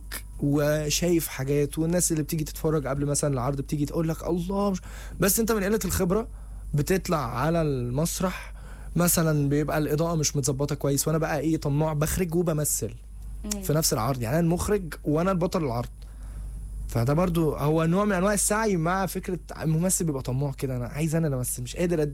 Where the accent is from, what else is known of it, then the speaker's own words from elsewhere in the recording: Alexandria, Alexandria Governorate, Egypt; also born or lived in Cairo; انا اصلا من اسكندرية، فانا عشت 8 سنين فلوحدي مغترب في القاهرة بقى